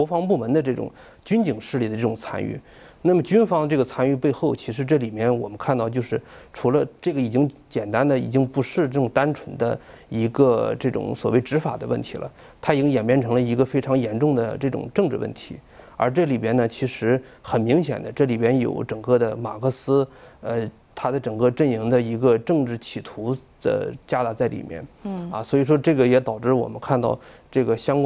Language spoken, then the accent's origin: Chinese; China